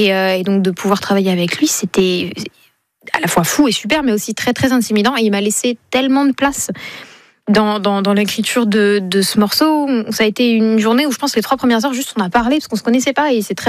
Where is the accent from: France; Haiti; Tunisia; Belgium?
France; Paris, Île-de-France; born there; je suis née à Paris